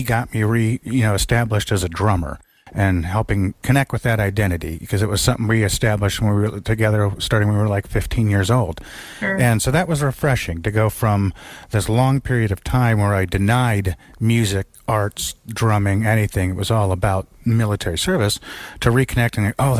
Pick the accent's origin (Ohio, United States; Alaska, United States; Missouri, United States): Ohio, United States; North Canton; So then, you know, I decided to come back to Ohio. I was, you know, born and raised in Northeast Ohio and North Canton.